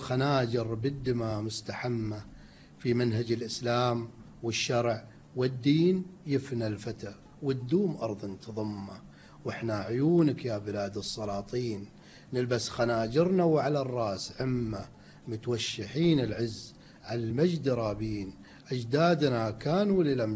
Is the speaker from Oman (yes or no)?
yes; Oman; عندنا في سلطنة عمان